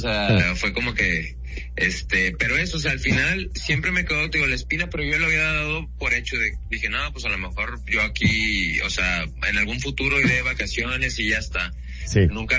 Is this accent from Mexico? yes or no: yes; Mexico; moved away as an adult; now in Madrid, Spain; como mexicanos la tenemos.